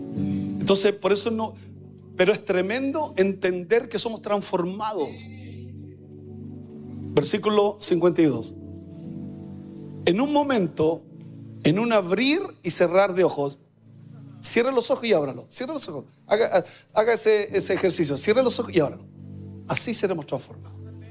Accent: Chile; A otro hueso, a otro perro conoce hueso. Así somos los chilenos. Nosotros no desconfiados.

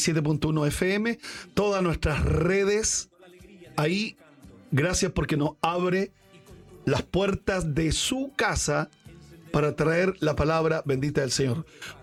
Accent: Coronel, Biobío, Chile; moved away; Coronel, mi tierra. La tierra que me vio nacer.

